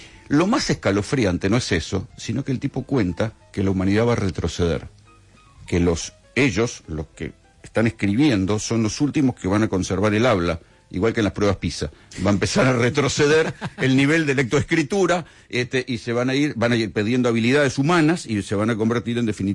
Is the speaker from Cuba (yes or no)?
no; Argentina; vengo de Argentina